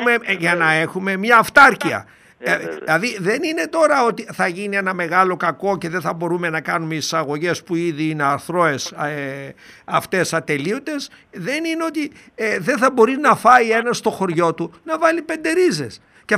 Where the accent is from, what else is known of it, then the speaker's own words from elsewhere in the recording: Doirani, Central Macedonia, Greece; Όλοι οι συντοπίτες μου, είτε στο χωριό μου εκεί στη Δοϊράνη